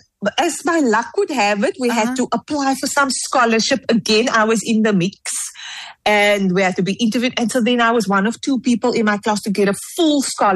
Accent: Cape Town, Western Cape, South Africa; growing up in Mitchell's Plain, politics is not very far.

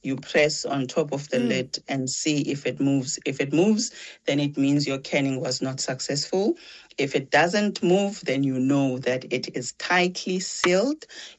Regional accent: Eastern Cape, South Africa; moved away as an adult; now in Cape Town, South Africa; I was born in the Eastern Cape, raised in a self-sufficient home. So I moved to Cape Town about 20 years ago.

